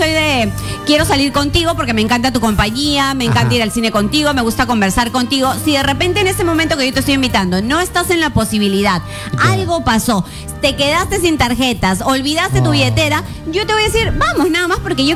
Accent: Trujillo, La Libertad, Peru; now in Lima, Peru; Y luego yo viví en provincia. Yo soy una mujer de provincia. Soy de Trujillo.

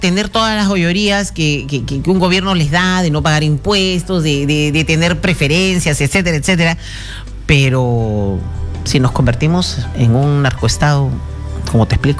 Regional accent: Peru; está en nuestras manos como peruanos hacer esos cambios

